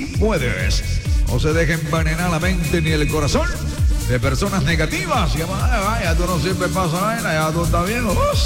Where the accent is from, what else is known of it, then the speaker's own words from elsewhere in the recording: Cartagena, Bolívar, Colombia; el locutor feliz en la felicidad de Cartagena, la alegría de la emisora que más oye mi tierra linda